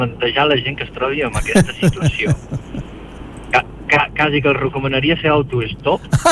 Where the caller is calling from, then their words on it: Catalonia, Spain; Perquè els que som de l'Empordà hi ha zones que és necessari tindre el cotxe.